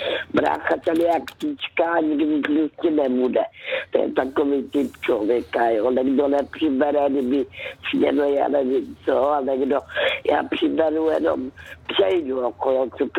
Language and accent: Czech; Karolinka, Zlín Region, Czechia; já jsem dcerka z Valašska, kde se narodila v Karolínce, kde je hrozně pěkné, aspoň mi se tam vždycky líbilo.